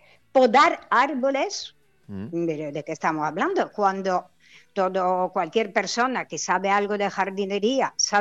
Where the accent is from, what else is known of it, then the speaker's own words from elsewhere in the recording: Palma, Balearic Islands, Spain; Somos de Songoleu, somos de Pere Grau.